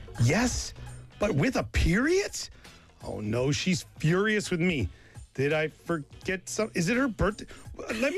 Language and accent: English; East Coast, Canada; But for me, I'm from the East Coast of Canada. I grew up right on the ocean.